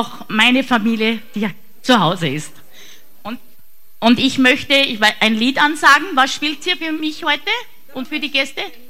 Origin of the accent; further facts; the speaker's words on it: Burgenland, Austria; Bei uns im Burgenland gibt es nämlich kroatische Gemeinden.